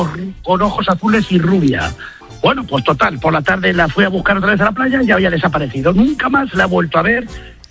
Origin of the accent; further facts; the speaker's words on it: Albacete, Castilla-La Mancha, Spain; Yo era jovencillo, yo soy de Albacete, y me fui...